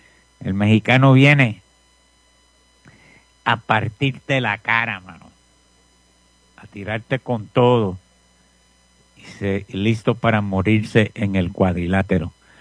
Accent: Puerto Rico; Denver, los mexicanos me vacilaban. Me decían, ¿dónde tú eres? ¿De Puerto Rico? Puerto Rico. Sí, ahí soy yo, de Puerto Rico.

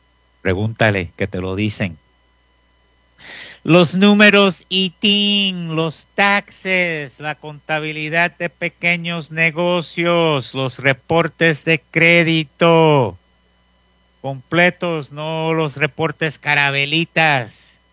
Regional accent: Puerto Rico; como buen boricua, esa es la que hay.

